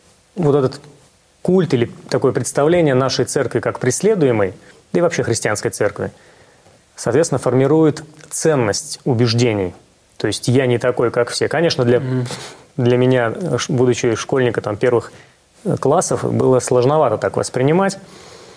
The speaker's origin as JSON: {"language": "Russian", "country": "Ukraine", "tie": "born there", "also_born_or_lived": "Belarus / Tajikistan / Russia / United States", "said": "родился на Украине, 2 года в Белоруссии, 7 лет в Таджикистане, 15 лет в России, 4,5 года в Америке"}